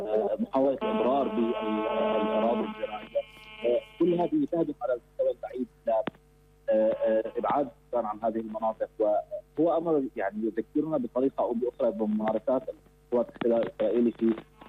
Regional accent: Syria; ومن جانب إنساني هو الجانب الأكثر إيلاما بالنسبة لنا كسوريين

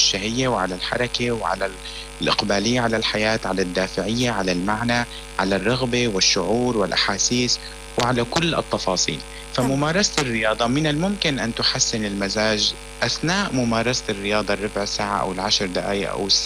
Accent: Syria

